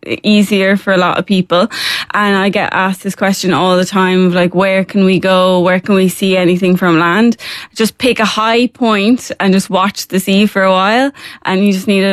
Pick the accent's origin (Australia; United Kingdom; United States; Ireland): Ireland; Wexford, Leinster; I'm from Wexford.